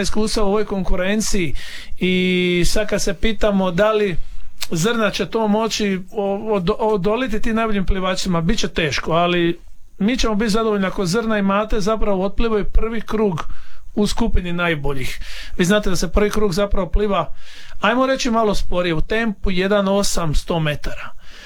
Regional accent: Croatia; znamo da smo mi kao Hrvati dobri domaćini organizatori

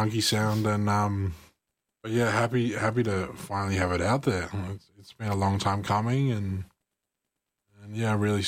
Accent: Sydney, New South Wales, Australia; now in Wagga Wagga, Australia; I'm originally from Sydney, and trying to find a dog-friendly place up there.

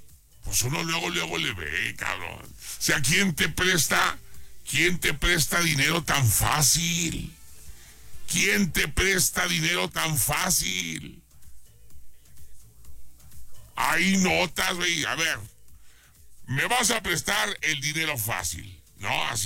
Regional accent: Guadalajara, Jalisco, Mexico; now in Aguascalientes, Mexico; yo soy de Guadalajara

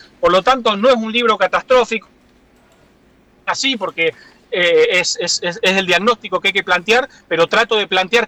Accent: Córdoba, Argentina; Y radios del interior como Cadena 3, Mitre, eso es lo que consumo como cordobés

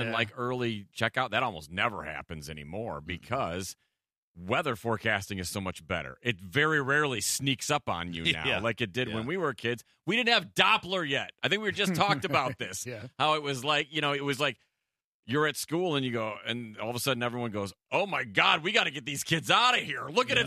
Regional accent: Lake Orion, Michigan, United States; I grew up in the Detroit area.

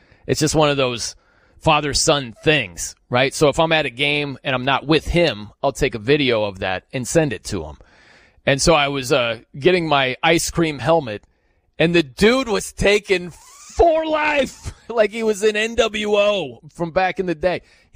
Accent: South Bend, Indiana, United States; So I'm from South Bend, Indiana.

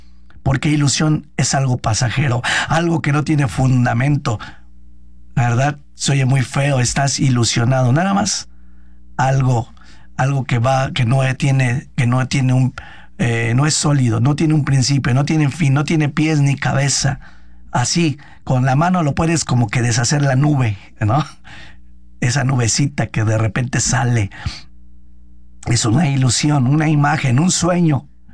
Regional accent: Mexico; ver que en realidad somos el pueblo mexicano, somos capaces y somos determinados

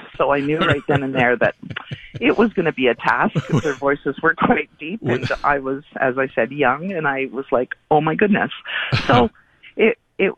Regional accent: Pointe-Claire, Quebec, Canada; I was very, very, very pleased to be able to compete in my hometown.

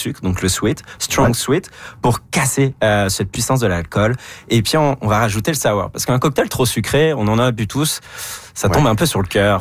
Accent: France

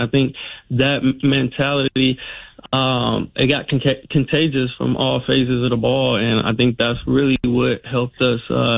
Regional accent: San Francisco, California, United States; So I actually grew up a Niner fan. I grew up in Hunters Point, which was right across the street from the old Candlestick Park Stadium.

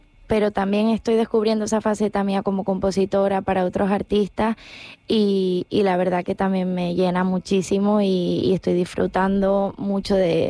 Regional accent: La Palma, Canary Islands, Spain; Y me decían, pero tú eres de aquí, de La Palma. Y yo digo, no, no, de aquí, que este es mi colegio, este es mi recreo.

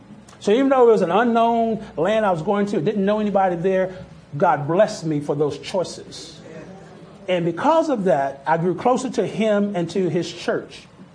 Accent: Mississippi, United States; also born or lived in Houston, United States / Oklahoma City, United States; I think growing up in Mississippi, it may have snowed once that I can remember in my growing up years, in 20 years. Now, of course, we moved to Houston, moved to Oklahoma City.

